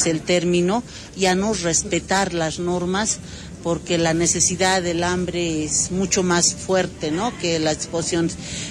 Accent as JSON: {"language": "Spanish", "region": "Oruro", "country": "Bolivia", "said": "Lo que nosotros necesitamos como bolivianos, como orureños, es una solución estructural."}